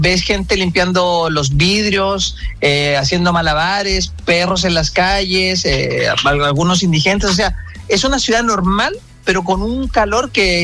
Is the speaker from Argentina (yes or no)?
no; Chile; Y uno como chileno, es súper extraño salir de tu casa